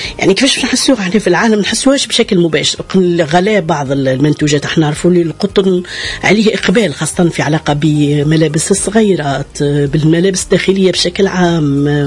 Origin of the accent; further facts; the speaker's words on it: Tunisia; احنا في تونس يعني مناش نزرعوا